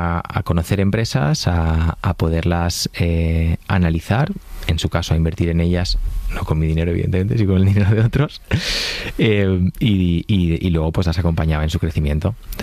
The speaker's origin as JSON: {"language": "Spanish", "region": "Valencian Community", "country": "Spain", "said": "Me gusta hacer paellas, los domingos hago paellas como buen valenciano en casa"}